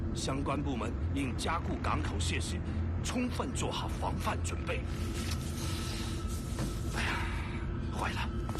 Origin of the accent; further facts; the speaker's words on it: Guangdong, China; 我呢，从小就在大鹏湾的海边长大呀，每天呢，看着太阳从东边升起，又从呢西边落下，平静时的海面呀。